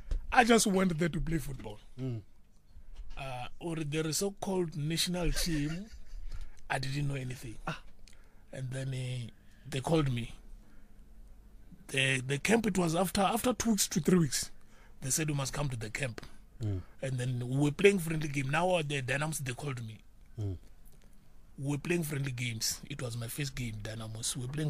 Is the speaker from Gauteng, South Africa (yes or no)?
no; Limpopo, South Africa; And I was one player from Limpopo.